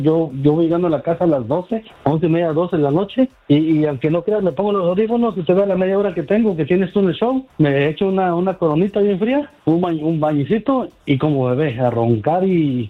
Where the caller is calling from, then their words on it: Los Angeles, California, United States; Aquí andamos en Granada Hills